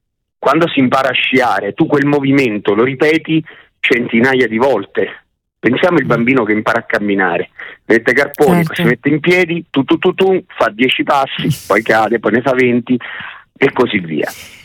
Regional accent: L'Aquila, Abruzzo, Italy; io sono originario dell'Aquila

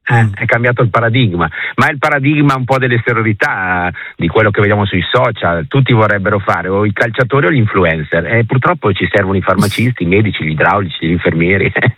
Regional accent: Lombardy, Italy; io sono lombardo

